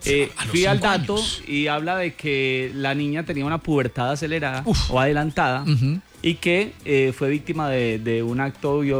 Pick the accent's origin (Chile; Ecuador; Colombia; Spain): Colombia; Antioquia; En mi pueblo natal, de hecho.